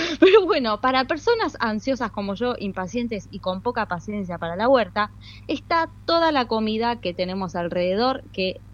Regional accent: La Plata, Buenos Aires Province, Argentina; moved away as an adult; now in Tierra del Fuego, Argentina; Yo soy platense, hace 5 años vivo acá

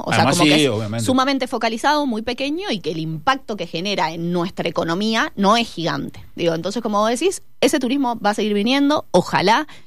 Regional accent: Mendoza, Argentina; a mí como mendocina me preocupa

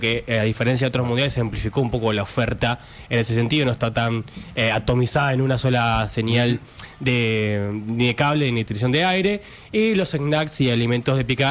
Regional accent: Argentina; como los argentinos somos tan familiares y amigueros

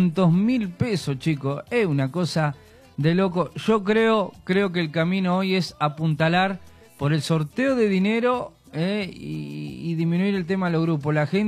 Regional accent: Tandil, Buenos Aires Province, Argentina; de Tandil. Acá nos dedicamos a la radio

